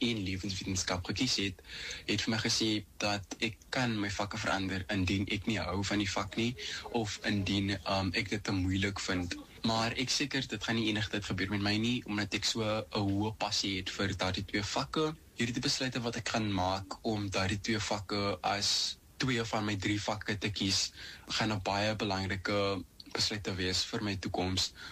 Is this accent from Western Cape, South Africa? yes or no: yes; Strand, Western Cape, South Africa; ek is van Strand in die Helderberg.